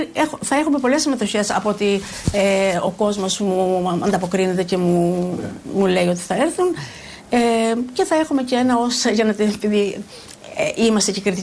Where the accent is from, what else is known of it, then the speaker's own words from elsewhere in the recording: Ziros, Crete, Greece; moved away as an adult; από τις ιστορίες που άκουγα από τα μικράτα μου μέχρι 22 χρόνια που έφυγε από το χωριό μου τη Ζήρο.